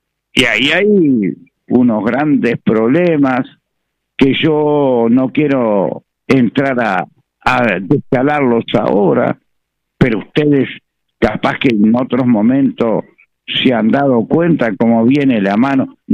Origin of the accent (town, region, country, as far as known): Uruguay